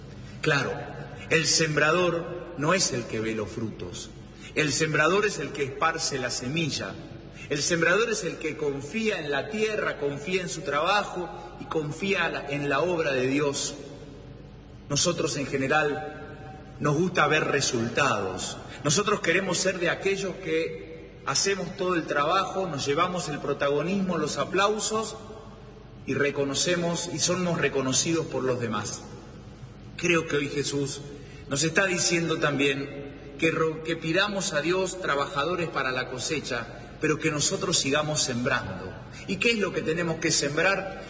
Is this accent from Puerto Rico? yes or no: no; Argentina; que como argentinos podamos reconstruir los vínculos, que sepamos que la solución a los problemas de nuestro país es entre todos, con todos.